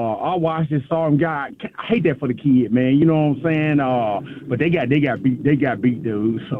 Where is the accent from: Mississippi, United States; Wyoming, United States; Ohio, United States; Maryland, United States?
Mississippi, United States; Louisville; Andy Kennedy, yeah, he from my hometown.